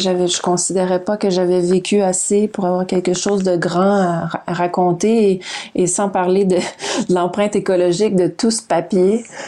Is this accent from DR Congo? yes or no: no; Quebec, Canada; accent: Québécois; Moi, je le porte fièrement, le français québécois, là, même si j'ai un accent un peu bizarre, peut-être pour certains qui nous écoutent.